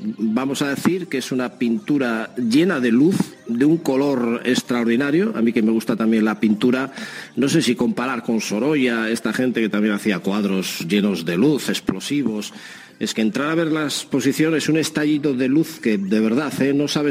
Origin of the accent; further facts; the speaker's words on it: San Sebastián, Basque Country, Spain; los que somos como muy de San Sebastián y muy pegados